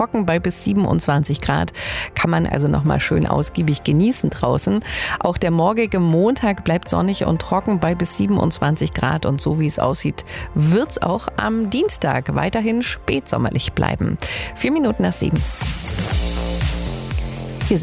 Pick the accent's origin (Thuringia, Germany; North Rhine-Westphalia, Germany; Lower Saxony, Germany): Thuringia, Germany; Ilmenau; moved away; Die ist tatsächlich auch in Ilmenau zu sehen. Dankeschön, Tom, für das Bild. Ganz liebe Grüße in meine alte Heimat.